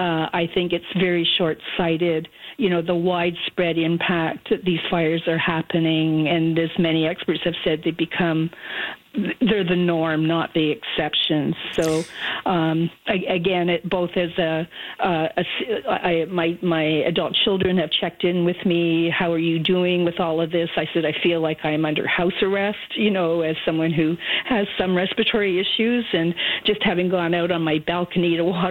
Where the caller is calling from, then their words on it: Toronto, Ontario, Canada; my perspective as someone living in central Toronto